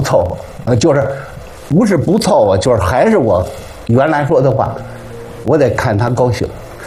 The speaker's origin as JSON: {"language": "Chinese", "region": "Beijing", "country": "China", "tie": "born or raised there", "said": "必须是北京市户口，我是土生土长的。"}